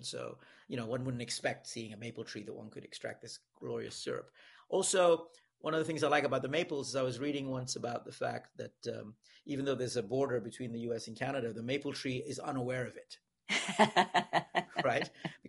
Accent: Singapore; I first encountered this with rubber trees when I was growing up in Singapore.

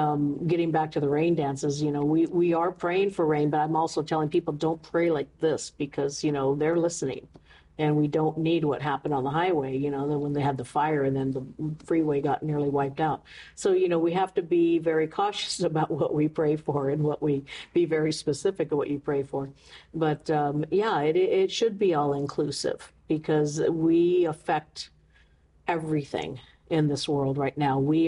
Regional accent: Meiners Oaks, California, United States; we grew up in the River Bottom and Miners Oaks, and there's 7 of us. I'm the youngest.

